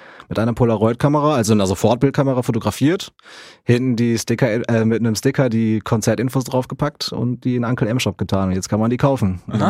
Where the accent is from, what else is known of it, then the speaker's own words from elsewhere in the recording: Essen, North Rhine-Westphalia, Germany; Ich komme aus Essen eigentlich.